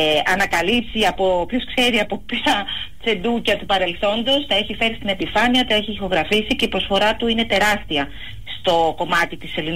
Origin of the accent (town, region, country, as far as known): Patras, Western Greece, Greece; moved away